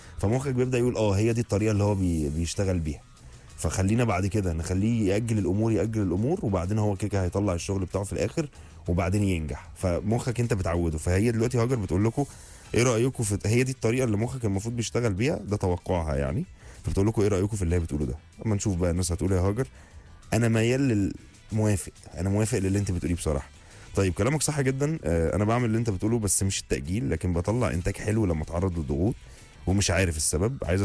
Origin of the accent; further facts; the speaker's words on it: Egypt; تريزيجيه جاب الجول, فرحت يعني اللي هو كمصري يعني